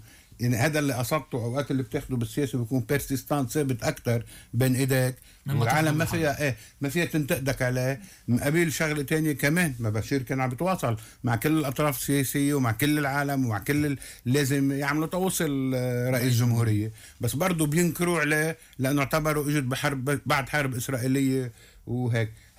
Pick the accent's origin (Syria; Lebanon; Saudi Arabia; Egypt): Lebanon; born there; صيابنا ولدنا لبنانية بلبنان